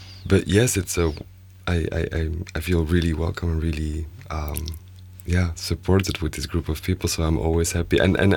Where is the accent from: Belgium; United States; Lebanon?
Belgium; Sint-Niklaas, Flanders; I'm from Sint-Niklaas, which is 20 kilometers, but it's over to Water.